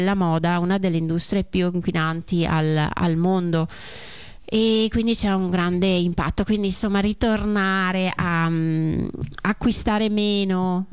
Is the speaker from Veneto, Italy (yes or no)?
yes; Belluno, Veneto, Italy; Io arrivo, sì, da, sono di Belluno.